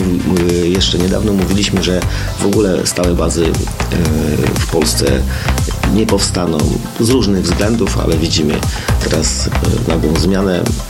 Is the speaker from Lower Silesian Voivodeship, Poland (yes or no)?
yes; Wrocław, Lower Silesian Voivodeship, Poland; mówię to już jako wrocławianin